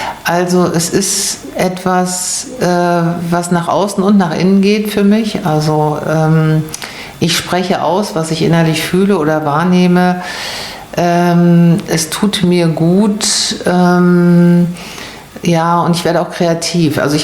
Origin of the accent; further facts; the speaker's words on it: Germerode, Hesse, Germany; Ich komme ja aus Germerode, dann ist die Mohnblüte